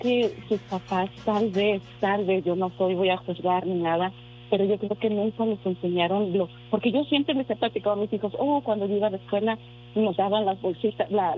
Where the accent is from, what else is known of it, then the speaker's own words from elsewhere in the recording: Durango, Mexico; haga de cuenta que mis hijos saben de México, porque yo soy de Durango y su papá de ellos es del DF.